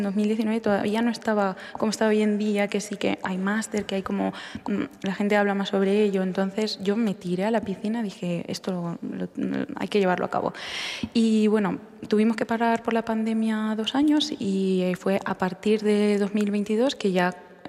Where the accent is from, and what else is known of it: Villarrobledo, Castilla-La Mancha, Spain; moved away as an adult; also born or lived in Madrid / Estonia / Netherlands